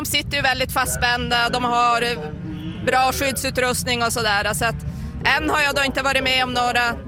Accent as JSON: {"language": "Swedish", "town": "Moskosel", "region": "Norrbotten County", "country": "Sweden", "said": "Vi kommer från Moskos eller i Arvidsjaurs kommun."}